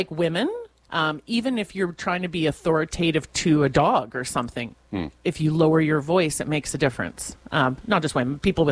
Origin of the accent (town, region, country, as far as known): Winnipeg, Manitoba, Canada; born or raised there